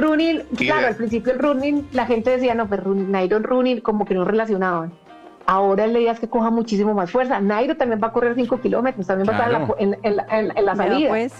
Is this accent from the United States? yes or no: no; Colombia; nos conozcan como gente, como colombianos que somos